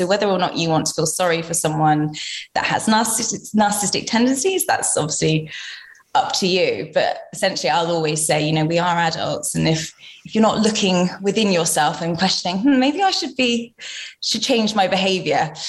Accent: London, United Kingdom; So I'm 31 and I'm from London.

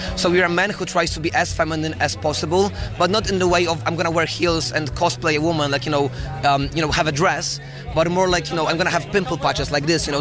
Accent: Poland; now in London, United Kingdom; I'm from Poland, I'm 19, I'm a student in London at UCL right now

